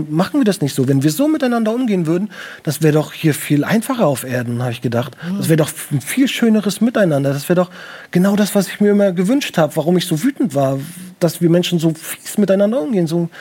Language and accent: German; Baltic coast, Germany; Ich komme aus der Nähe von der Ostsee.